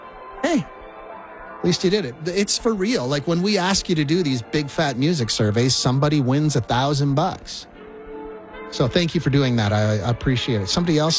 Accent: Saskatchewan, Canada; now in Alberta, Canada; when I was a kid growing up in Saskatchewan

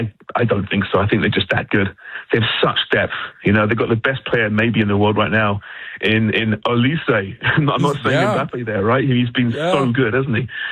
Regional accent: England, United Kingdom; which, as an Englishman, terrifies me.

